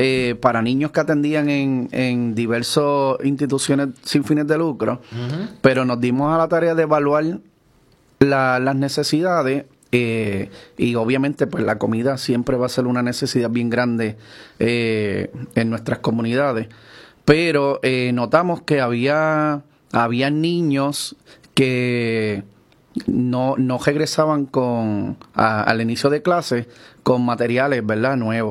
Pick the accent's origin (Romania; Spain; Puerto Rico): Puerto Rico; Aguadilla; yo también nacido y criado en el Cejo Las Ánimas aquí en Aguadilla y mi mamá, aunque trabajaba, éramos de una familia pobre